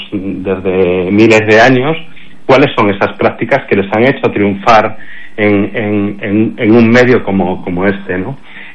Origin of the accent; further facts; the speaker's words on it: Vigo, Galicia, Spain; born there; now in Ribeira Sacra, Spain; yo soy gallego, nací en Vigo, estuve en muchas partes pues del mundo y finalmente vuelvo a recalar ya con mis 57 años, pues aquí en Galicia, en concreto en la Ribeira Sacra